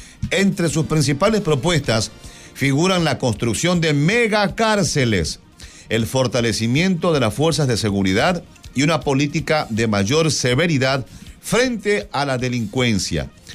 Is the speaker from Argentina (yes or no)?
no; Ecuador; Pero como somos ecuatorianos, acá decimos la Espriella.